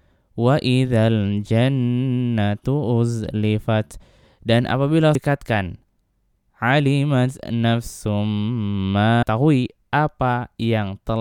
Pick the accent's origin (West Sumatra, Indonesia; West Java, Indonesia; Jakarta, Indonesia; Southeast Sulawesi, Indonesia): Southeast Sulawesi, Indonesia; Kendari; kita sebagai orang Kendari ya